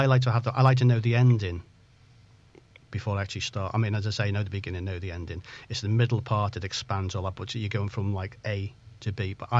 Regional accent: Chester, North West England, United Kingdom; now in Liverpool, United Kingdom; And I've found, like, I'm actually from Chester, I live in Liverp

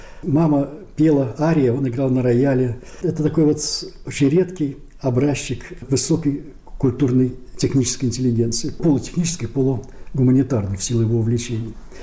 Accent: Saint Petersburg, Russia; born there; блокаду мы пережили всей семьей в Ленинграде.

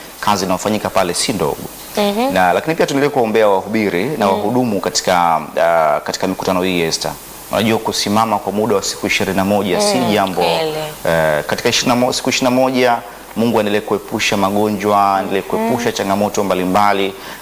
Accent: Songea, Ruvuma, Tanzania; moved away; also born or lived in Kigoma; nikienda kule kwetu Songea, Majengo, Ruvuma, Mfaranyaki, Mabatini, Matarawe, Bumba Mbili, nikute watu huko nyumbani.

